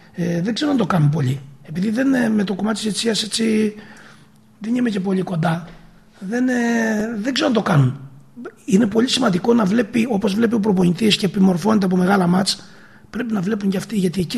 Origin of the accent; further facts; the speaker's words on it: Eastern Macedonia and Thrace, Greece; Εγώ, παιδιά του Σαββατοκυριακού, επειδή είμαι από τον Εύρο, δεν φεύγω από τη Θήβα. Δεν φεύγω από τον τόπο μου, μένω εδώ.